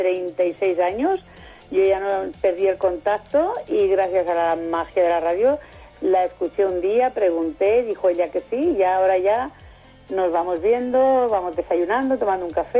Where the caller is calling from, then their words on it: Sabadell, Catalonia, Spain; vivo en Sabadell.